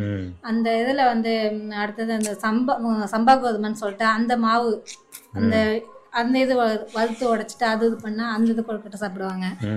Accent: Tamil Nadu, India; moved away as an adult; now in Nallambal, India; சொந்த ஊர் வந்து நாச்சார் கோயில் பக்கம் சர்க்குனேஸ்வரபுரம்

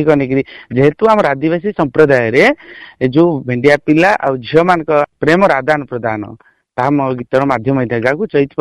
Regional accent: Odisha, India; accent: Koraputia; କିନ୍ତୁ ଯେତେବେଳେ ଦେଖିଲି ଯେ ଆମର କୋରାପୁଟିଆ ଭାଷା ପ୍ରତି ଅନ୍ୟମାନଙ୍କର ବିମୁଖତା ମୋତେ ଟିକେ ବାଧିଥିଲା

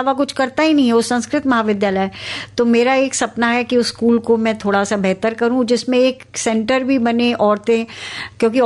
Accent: Uttarakhand, India; मैं भी पहाड़ी हूँ

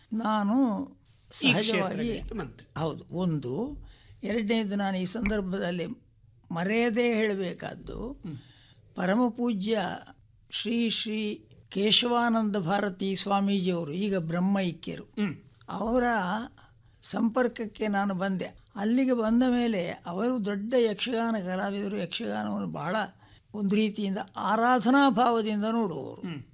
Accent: Kerala, India; also born or lived in Kirikkadu, near Perdala, Kerala; ಕೀರಿಕ್ಕಾಡನ್ನು ಬಿಟ್ಟು, ನನಗಾಗ 3-4 ವರ್ಷವೂ ಆಗಿರ್ಬೋದು, ಕೀರಿಕ್ಕಾಡನ್ನು ಬಿಟ್ಟು ಬನಾರಿಗೆ ಬಂದರು. … ಅಂಟಿಕೊಳ್ಳುವುದಕ್ಕೆ ಕಾರಣ ಆ ಬನಾರಿಗೆ ಬಂದದ್ದು.

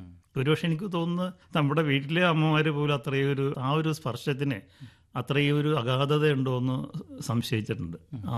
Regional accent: Ernakulam, Kerala, India; അത് ഞാൻ പഠിച്ചതും വളർന്നതും ഒക്കെ എറണാകുളമാണ് എൻ്റെ നഗരം.

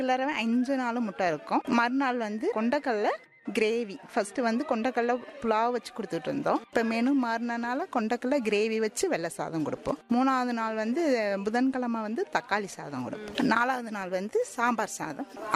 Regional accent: Pannaikadu, Tamil Nadu, India; born there; moved away as an adult; now in Agamalai, India; Pannaikadu school 12th வரைக்கும் அங்கதான்

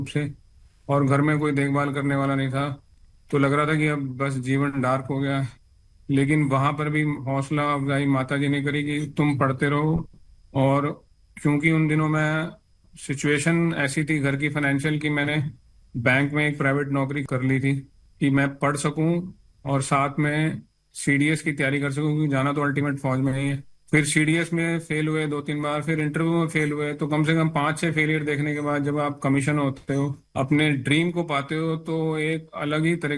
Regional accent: Roorkee, Uttarakhand, India; also born or lived in Jagadhri, Haryana; मेरा जन्म हरियाणा में हुआ है, जगाधरी के पास, और मेरी सारी स्कूलिंग जो हुई है वो अब जिसको उत्तराखंड बोलते हैं, रुड़की, जो IIT रुड़की के लिए मशहूर है, वहां पे हुई है।

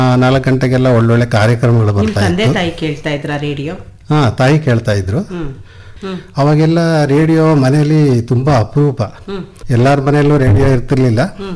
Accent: Hiriyur, Karnataka, India; moved away as an adult; also born or lived in Madikeri; ನಾನು ಚಿತ್ರದುರ್ಗ ಜಿಲ್ಲೆ ಹಿರಿಯೂರು ತಾಲೂಕು ವಾಣಿವಿಲಾಸ್ಪುರ ಗ್ರಾಮದವರು.

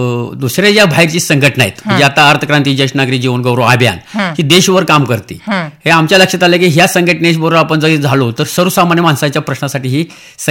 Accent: Sangli, Maharashtra, India; माझं बालपण जनरली सांगलीमध्येच गेलं.

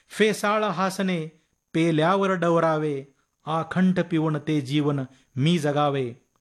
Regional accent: Nimgaon, Maharashtra, India; moved away; असे माझे वैभवशाली मगराचे निमगाव. हे माझे गाव

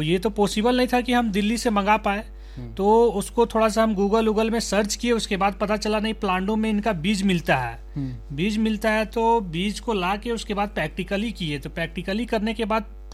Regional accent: Kanke, Jharkhand, India; मैं कांके बोलो के निवरी विकास गांव के रहने वाला हूं

